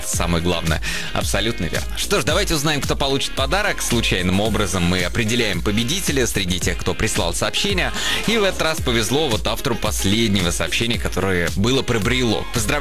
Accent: Samara, Samara Oblast, Russia; я из Самары.

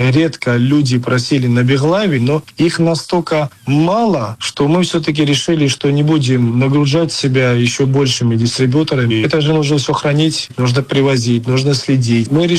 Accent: Moscow, Russia; Я московский грузин. Я столько в этой стране научился

